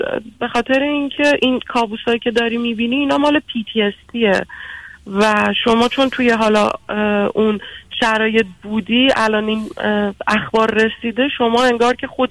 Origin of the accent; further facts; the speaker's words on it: Iran; moved away; خب من چون خیلی وقت نیست از ایران اومدم، هنوز توی خوابام انگار توی ایران هستم.